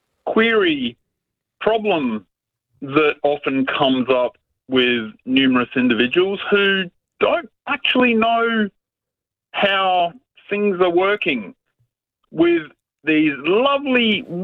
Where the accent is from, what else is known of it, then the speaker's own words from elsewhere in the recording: Australia; it they peddle the fact that we're an Australian business, but yet it's rather interesting how they're not earning their keep the way that I see it, mate